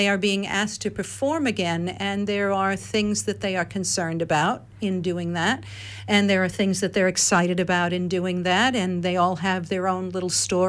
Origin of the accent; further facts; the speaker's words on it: Victoria, Australia; now in Redlands, Australia; My accent may give away that I didn't grow up around here